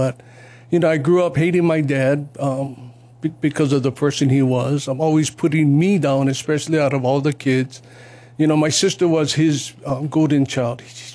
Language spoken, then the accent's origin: English; Honolulu, Hawaii, United States; I grew up right next door to where the Hawaii Convention Center is. It used to be Aloha Motors was there while I was growing up.